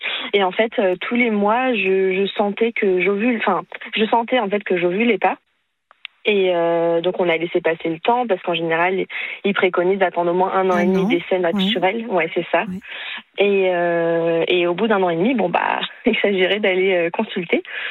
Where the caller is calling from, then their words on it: Pays de la Loire, France; J'habite en Vendée.